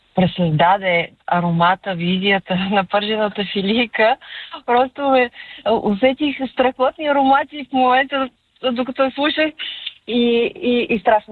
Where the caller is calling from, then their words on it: Sofia, Sofia City, Bulgaria; от София съм отново.